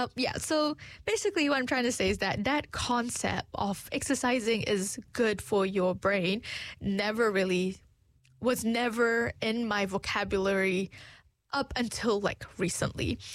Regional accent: Malaysia; you know, I'm from Malaysia. We never walk because it's hot.

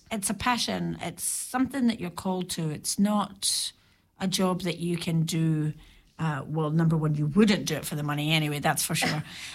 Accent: Edinburgh, Scotland, United Kingdom; moved away as an adult; now in New Zealand; I mean, Irish family, but I come from Edinburgh

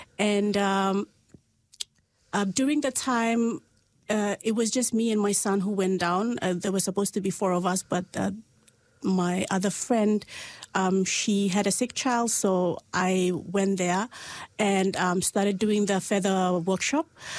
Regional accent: Vanuatu; moved away as an adult; I am from Vanuatu.

